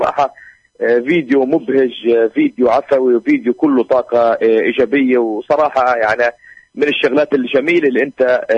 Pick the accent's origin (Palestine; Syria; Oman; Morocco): Palestine; احنا كشعب فلسطيني